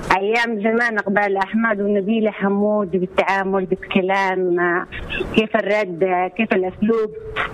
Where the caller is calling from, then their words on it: Mansoura, Dakahlia, Egypt; أنا أكلمك من المنصورة.